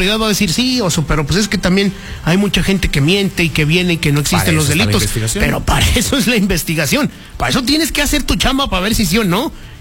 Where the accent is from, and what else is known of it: Mexico